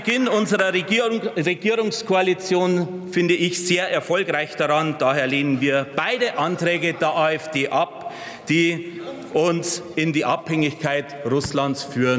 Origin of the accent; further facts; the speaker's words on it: Simbach am Inn, Bavaria, Germany; In meinem Wahlkreis, in meiner Heimat in Simbach am Inn